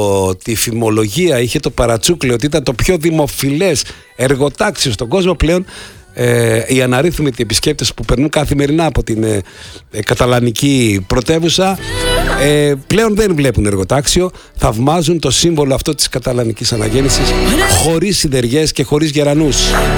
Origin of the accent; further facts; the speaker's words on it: Athens, Attica, Greece; now in Heraklion, Greece; ενώ εμείς στην Αθήνα το βλέπαμε ασπρόμαυρο.